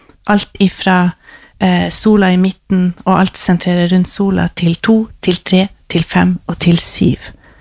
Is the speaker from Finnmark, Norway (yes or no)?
yes; Finnmark, Norway; Jeg kommer fra Øst-Finnmark, Øst-Varanger, vi har ikke trær.